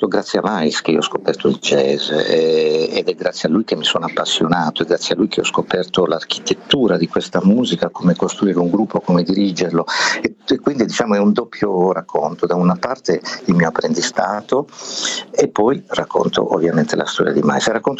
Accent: Berchidda, Sardinia, Italy; born or raised there

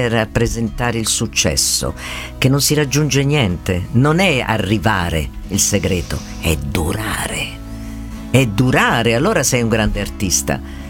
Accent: Tuscany, Italy; A noi ci dispiace perché siamo toscani.

